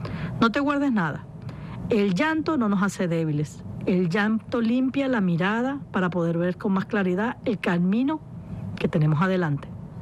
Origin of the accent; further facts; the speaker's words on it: Venezuela; yo también soy venezolana